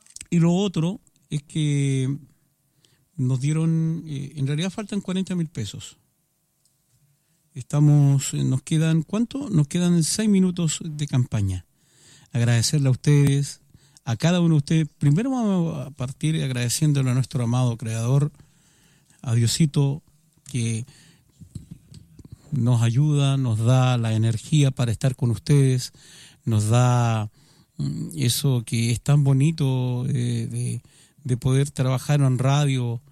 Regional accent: Melipilla, Santiago Metropolitan Region, Chile; Yo soy oriundo de Pabellón

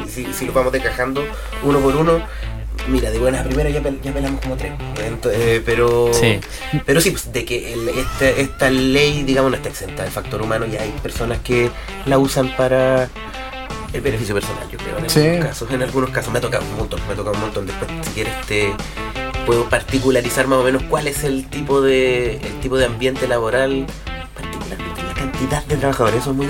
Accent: Chile; no soy el único chileno que no se sabe el propio teléfono

